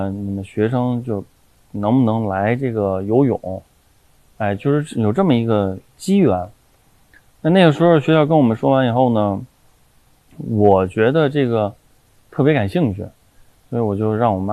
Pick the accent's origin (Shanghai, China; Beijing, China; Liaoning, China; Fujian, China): Beijing, China; born there; 我们那个小学就是在北体大的后面。